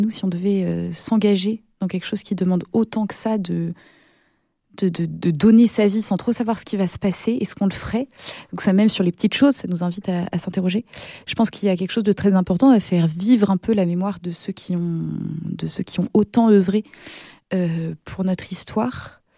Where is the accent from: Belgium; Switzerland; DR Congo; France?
France; Pays de la Loire; also born or lived in Normandy; now in Angers, France; Je suis née en Normandie. Je pense que c'est ce qui m'a donné mon appétence pour l'histoire. Mais j'ai grandi effectivement en Vendée.